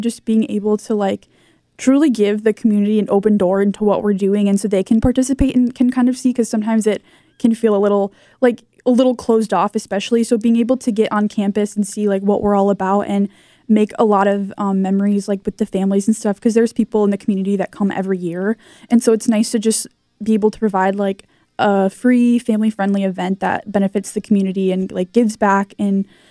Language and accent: English; South Beloit, Illinois, United States; So I'm from Northern Illinois, South Beloit, Illinois, if you know where that is. It's kind of a small town.